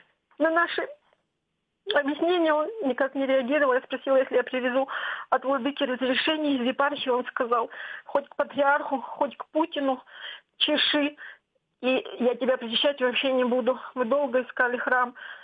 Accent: Far East, Russia; Я из глубинки, из Дальнего Востока.

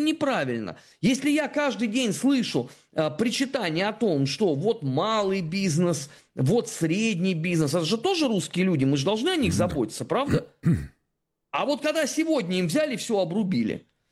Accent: Russia

